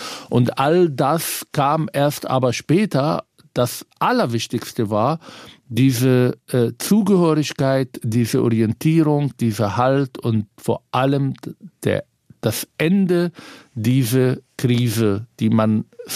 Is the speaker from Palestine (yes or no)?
yes; Palestine; now in Berlin, Germany; Ich bin Palästinenser.